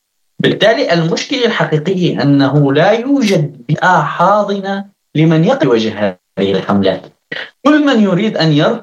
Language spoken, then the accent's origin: Arabic; Sweden; سيما أنه أنا من السويد وشهادتي مجروحة يعني وستبين منحازي